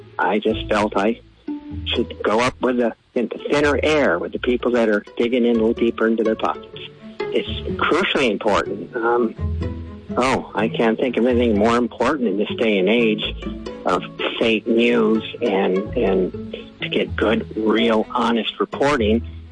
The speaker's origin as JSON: {"language": "English", "town": "New Bern", "region": "North Carolina", "country": "United States", "said": "from Newbern, North Carolina, and I support PRE proudly."}